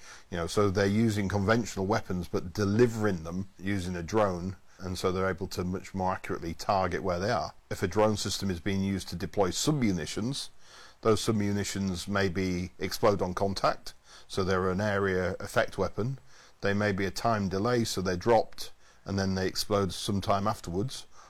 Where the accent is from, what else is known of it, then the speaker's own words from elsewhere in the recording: United Kingdom; Being a Brit